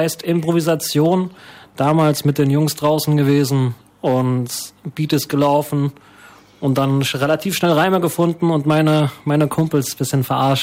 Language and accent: German; Ludwigshafen, Rhineland-Palatinate, Germany; Genau, also ich komme aus Ludwigshafen, also auch der Delta-Kreis genannt.